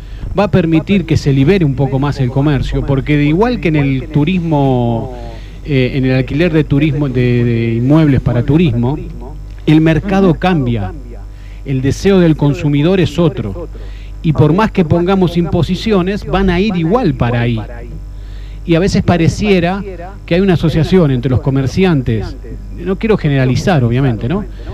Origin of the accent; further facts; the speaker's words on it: San Martín de los Andes, Neuquén, Argentina; de San Martín de los Andes, que tiene un peso tributario alto.